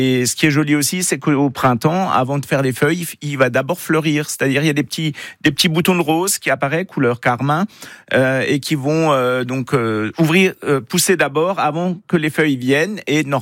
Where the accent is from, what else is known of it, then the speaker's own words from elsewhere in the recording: Grand Est, France; chez nous en Alsace